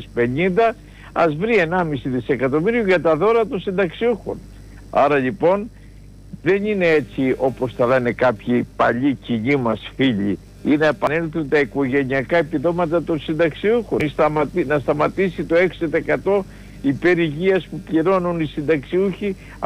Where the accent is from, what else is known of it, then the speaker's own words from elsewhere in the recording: Pyrgos, Western Greece, Greece; now in Athens, Greece; σας χαιρετώ από τον όμορφο πύργο, έχω κατέβει την πατρίδα μου.